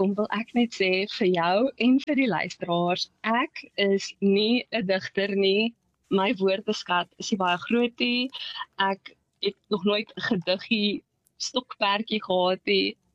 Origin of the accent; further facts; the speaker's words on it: Kakamas, Northern Cape, South Africa; now in George, South Africa; ek is van die platteland. Ek het groot geword in Kakamas. En nou plek in George met my heel beste maat, wat ook my man is. Ons het onlangs in 'n kothuis ingetrek.